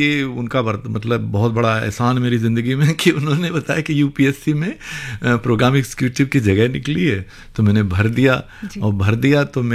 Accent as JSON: {"language": "Hindi", "town": "Kanpur", "region": "Uttar Pradesh", "country": "India", "tie": "born there", "said": "जब घर में रेडियो आया, कानपुर में"}